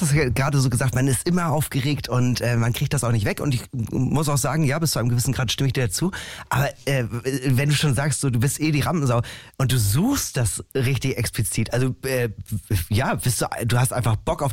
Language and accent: German; Northern Germany, Germany